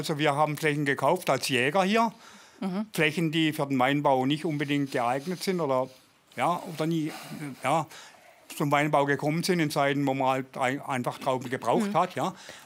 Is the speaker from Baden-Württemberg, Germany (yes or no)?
yes; Bötzingen, Baden-Württemberg, Germany; Ja. Ich komme hier aus Bötzingen, habe hier die Jagd im Revier mit meinem Sohn und mit meiner Schwiegertochter zusammen.